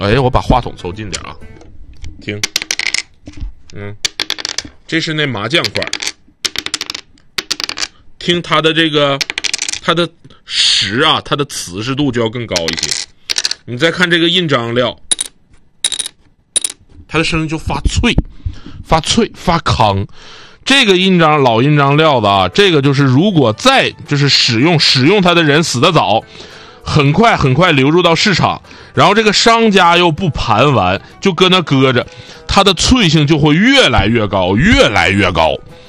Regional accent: Northeast China, China; 听我普通话不太标准是不是？我还好，广播节目，尤其我是东北人

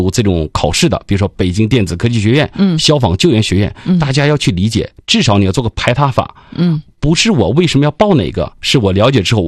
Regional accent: China; 作为一个中国人的这种自豪，在那一刻是非常非常具象，

